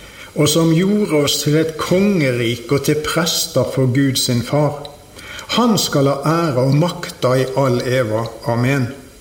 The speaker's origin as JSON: {"language": "Norwegian", "area": "Osterøy", "region": "Vestland", "country": "Norway", "tie": "born there", "said": "Jeg er født på Osterøyna, det er fødsel nummer 1. Jeg er født på et bedehus"}